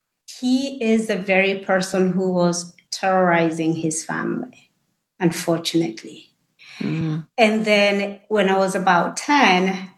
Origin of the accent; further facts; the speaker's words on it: Kenya; I'm from Kenya, and my mother was a school teacher. And I will say I was blessed to be born in that family.